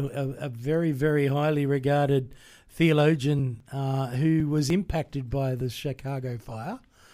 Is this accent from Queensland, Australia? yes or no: no; New South Wales, Australia; I'm an Aussie, you know. Actually, I did my schooling in Central West New South Wales